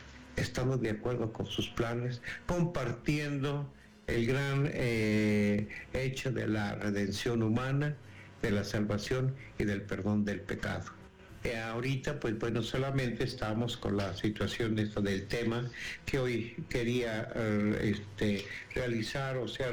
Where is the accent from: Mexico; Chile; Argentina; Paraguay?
Mexico